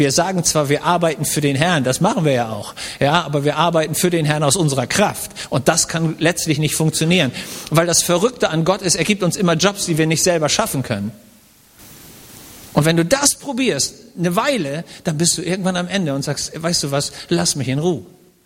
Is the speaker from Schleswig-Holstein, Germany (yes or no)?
yes; Schleswig-Holstein, Germany; Ich komme aus Schleswig-Holstein. Und wenn ich in Eckernförde am Strand gesessen habe als Junge